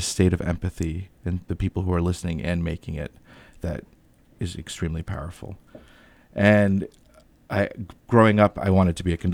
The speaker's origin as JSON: {"language": "English", "country": "Albania", "second_language": "English", "moved": "yes", "lives_now": "United States", "said": "And so I'm an immigrant to the U.S. So mm-hmm. I came from Albania. I don't know how much you might know about Albania."}